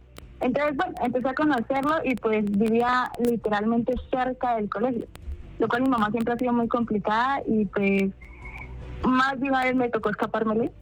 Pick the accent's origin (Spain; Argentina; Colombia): Colombia; Duitama, Boyacá; Pues, yo soy de Duitama, Boyacá.